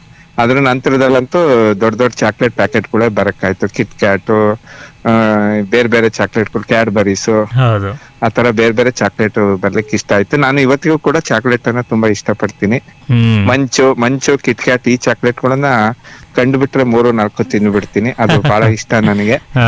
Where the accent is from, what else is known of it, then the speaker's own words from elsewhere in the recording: B R Project, Karnataka, India; born there; ನಾನು ನಮ್ಮ ಅಪ್ಪಂದು ಕಿರಾಣಿ ಅಂಗಡಿ ಇತ್ತು ಬಿ ಆರ್ ಪ್ರಾಜೆಕ್ಟ್ ಅಲ್ಲಿ. ನಾನು ಅಂಗಡಿ ಮನೆಯಲ್ಲೇ ಹುಟ್ಟಿದ್ದೆ.